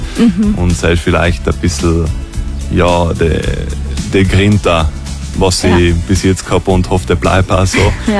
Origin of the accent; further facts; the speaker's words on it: Trentino-Alto Adige, Italy; Als Italiener, als Südtiroler ist das halt immer ein bisschen, muss ich halt etwas mehr kämpfen noch.